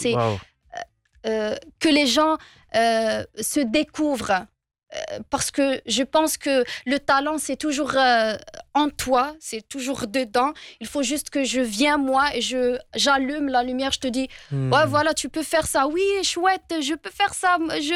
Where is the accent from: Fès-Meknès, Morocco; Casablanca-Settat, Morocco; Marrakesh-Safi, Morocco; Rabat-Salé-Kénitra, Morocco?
Fès-Meknès, Morocco; Fès; je suis marocaine. Mm-hmm. Je suis issue d'une famille modeste, très modeste. J'ai grandi dans un quartier populaire de Medina Qdima à Fès.